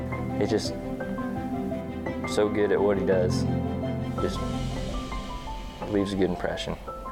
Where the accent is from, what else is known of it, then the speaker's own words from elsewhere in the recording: Page, Nebraska, United States; I'm from Page, Nebraska.